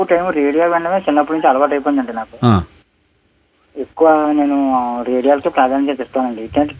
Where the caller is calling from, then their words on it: Kakinada district, Andhra Pradesh, India; మాది కాకినాడ జిల్లా దుర్గా.